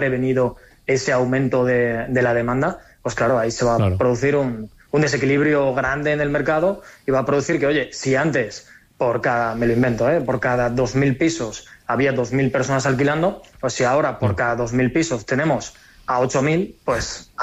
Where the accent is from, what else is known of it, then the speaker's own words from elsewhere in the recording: Altea, Valencian Community, Spain; Mira, yo cuando empecé a estudiar, yo llegué, bueno, de un pueblito de Alicante, de Altea, me fui a estudiar a Valencia con tres amigos del bachiller.